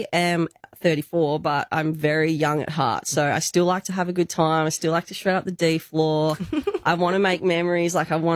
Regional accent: Mornington Peninsula, Victoria, Australia; moved away as an adult; now in Perth, Australia; I'm from the Mornington Peninsula.

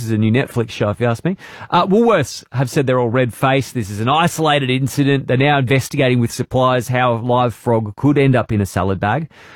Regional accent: Australia

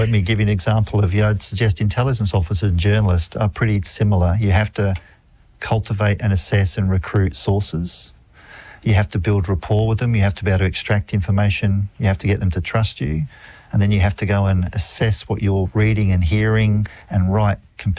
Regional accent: South Australia, Australia; also born or lived in England; I was from South Australia.

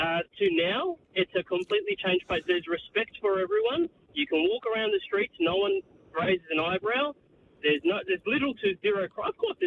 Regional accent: Timor-Leste; now in Victoria, Australia; I'm originally from East Timor, which has had its fair share of quote-unquote tough times.

